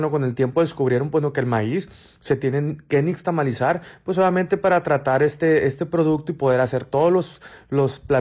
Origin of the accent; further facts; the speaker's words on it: Mexico; es parte de nuestra identidad como mexicano